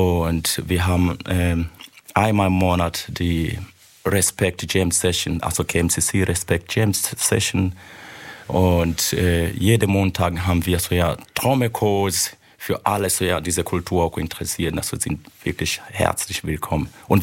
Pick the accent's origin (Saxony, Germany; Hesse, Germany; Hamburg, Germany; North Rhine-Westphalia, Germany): Saxony, Germany; Chemnitz; Wir kommen aus Chemnitz, Karl-Marx-Stadt.